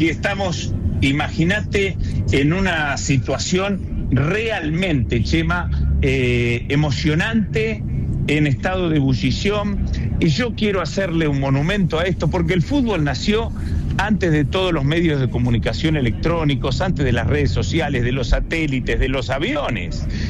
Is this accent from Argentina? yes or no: yes; Argentina